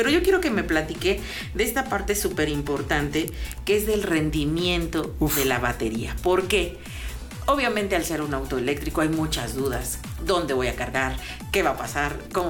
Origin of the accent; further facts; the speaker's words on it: Mexico; nuestro talento mexicano